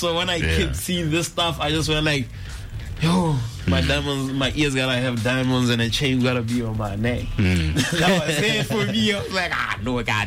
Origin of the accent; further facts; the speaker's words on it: Gaborone, Botswana; born there; also born or lived in Francistown; So like most of my life, I grew up in Gabs. I even schooled in Gabs.